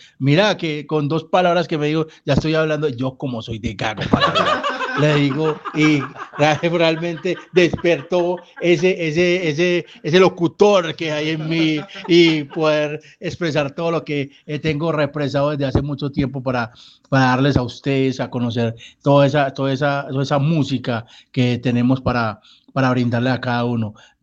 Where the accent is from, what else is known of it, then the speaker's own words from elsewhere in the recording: Buenaventura, Valle del Cauca, Colombia; yo vengo de Buenaventura, Buenaventura Valle, donde llegaban todos los buques con los LPs, y donde realmente entró la salsa en Colombia.